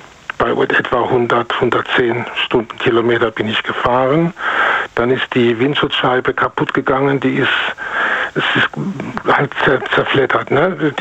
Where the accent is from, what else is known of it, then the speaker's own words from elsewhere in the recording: North Rhine-Westphalia, Germany; aus dem Rhein-Sieg-Kreis.